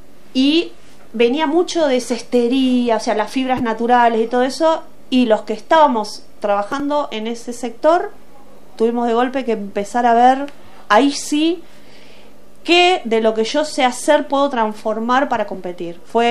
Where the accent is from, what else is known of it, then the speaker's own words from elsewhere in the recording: Entre Ríos, Argentina; moved away; yo soy de Entre Ríos